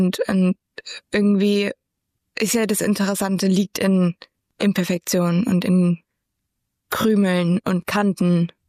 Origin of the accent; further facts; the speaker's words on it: Germany; okay, ich bin aus Deutschland, woher kennst du mich?